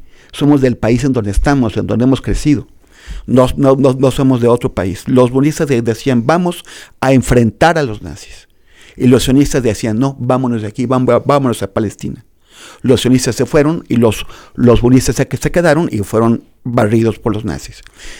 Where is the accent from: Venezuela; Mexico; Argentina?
Mexico; O sea, nosotros como mexicanos, sí.